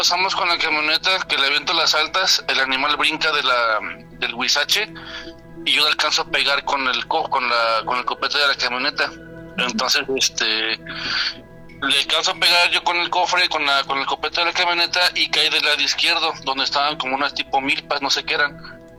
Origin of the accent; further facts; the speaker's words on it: Saltillo, Coahuila, Mexico; Bueno, yo vengo de yo soy de Saltillo, Coahuila. Yo viví mucho tiempo allá en Coahuila.